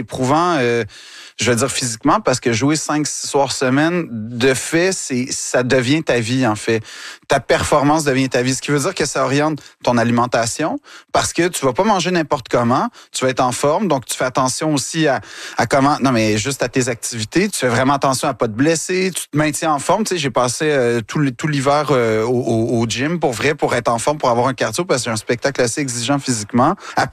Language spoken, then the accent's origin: French; Quebec, Canada; Quand je dis que je suis Québécois jusqu'au bout des doigts, mais c'est je le sens à tous les jours.